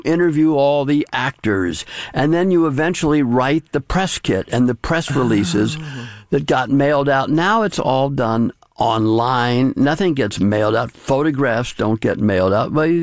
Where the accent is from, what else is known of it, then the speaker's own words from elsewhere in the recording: St. Louis, Missouri, United States; In brief, I grew up in St. Louis, grew up in Richmond Heights, but in the Clayton School District.